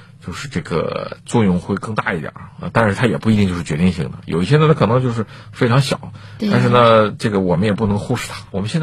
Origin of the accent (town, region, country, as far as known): China